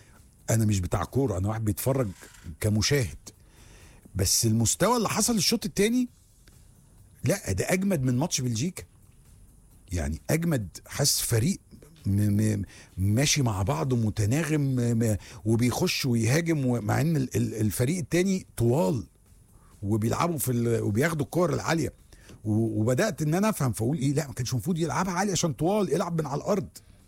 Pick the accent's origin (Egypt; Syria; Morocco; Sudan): Egypt